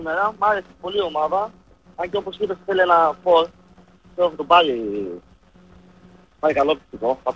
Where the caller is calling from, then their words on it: Katerini, Central Macedonia, Greece; είμαι από Κατερίνη.